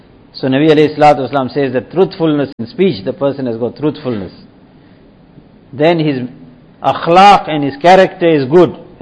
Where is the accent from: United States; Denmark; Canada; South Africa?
South Africa; I come from South Africa, you come from London